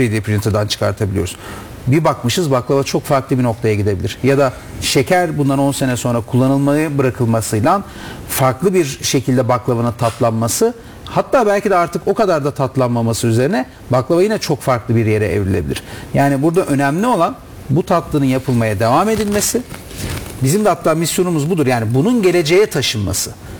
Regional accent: Gaziantep, Turkey; born there; also born or lived in Istanbul; Yani Gaziantep bugün benim de memleketim. Ailemin 3 nesli burada, 3 nesli İstanbul'da yetişmiş. 6 neslidir baklavacıyız.

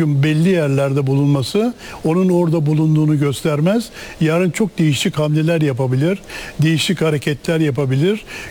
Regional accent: Manisa, Turkey; Daha önce de ben de Manisalıyım, kendisini yakından tanıyorum, ailesini de biliyorum.

